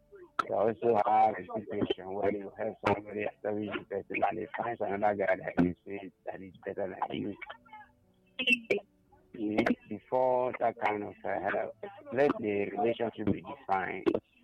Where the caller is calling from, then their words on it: Ebonyi, Nigeria; I'm calling from Ebonyi State.